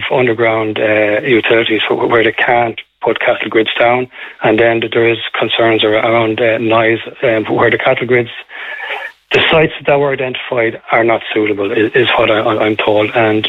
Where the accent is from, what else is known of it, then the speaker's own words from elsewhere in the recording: Curragh, Kildare, Ireland; I'm born and bred in the Curra, and I know the sheep are a part of the Curra, they're part of the history of the Curra